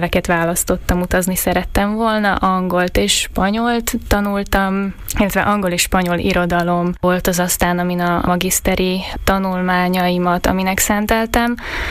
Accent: Slovakia; also born or lived in Brno / Berlin / Bratislava; a szlovák közegben egy kicsit magyarnak érezzük magunkat, ha meg elmegyünk Magyarországra, egy kicsit szlováknak látnak.

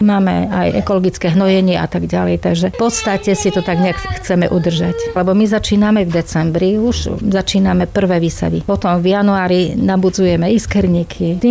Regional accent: Plzeň Region, Czechia; Ja pochádzam z Plzeňskej oblasti a tam bola jedna pani, ktorá mala 83 rokov a ona pestovala karafiaty, predstavte si.

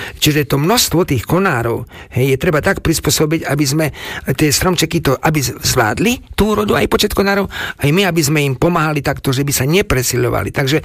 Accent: Prešov, Prešov Region, Slovakia; u nás v Prešove na východe

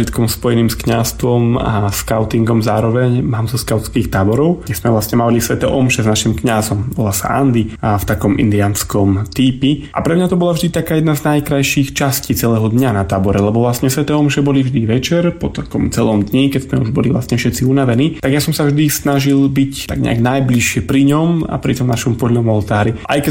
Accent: Vyšné Ružbachy, Prešov Region, Slovakia; v našej obci, tam odkiaľ pochádzam, vo Vyšných Ružbachoch

